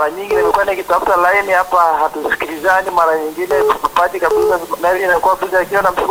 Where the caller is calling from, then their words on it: Tabora, Tanzania; Napiga simu kutoka Tabora.